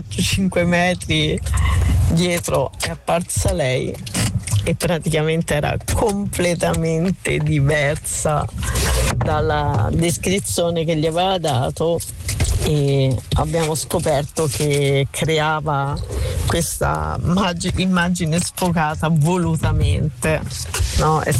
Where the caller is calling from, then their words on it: Grosseto, Tuscany, Italy; da Grosseto.